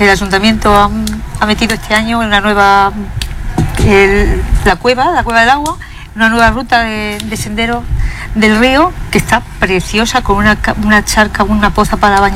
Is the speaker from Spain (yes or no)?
yes; Bedmar, Andalusia, Spain; born there